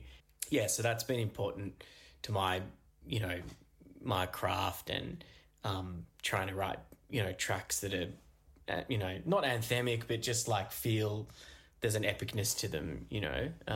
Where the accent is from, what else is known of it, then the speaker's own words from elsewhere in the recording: Australia; moved away as an adult; also born or lived in Melbourne; moving to the city, like for the first time as an Australian